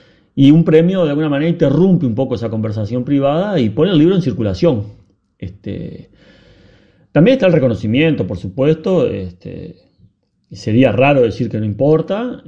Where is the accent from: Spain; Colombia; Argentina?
Argentina; Mercedes; moved away; Y yo, que soy del interior, de Mercedes, de ahí salí cuando me tocó irme.